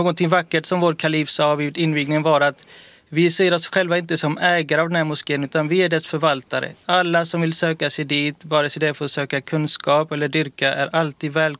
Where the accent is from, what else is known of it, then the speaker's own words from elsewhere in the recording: Göteborg, Västra Götaland County, Sweden; born there; Jag föddes 88 i Göteborg